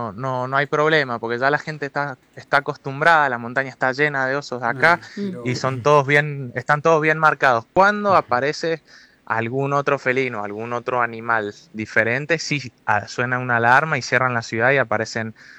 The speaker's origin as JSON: {"language": "Spanish", "region": "Mendoza", "country": "Argentina"}